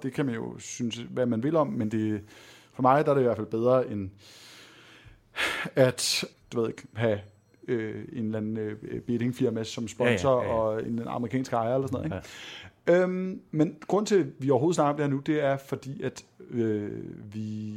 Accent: Albertslund, Capital Region of Denmark, Denmark; Jeg er jo fra Albert Slund.

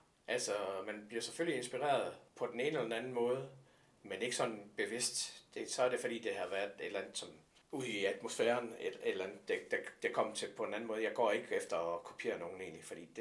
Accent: Jutland, Denmark; jeg er jyde jo.

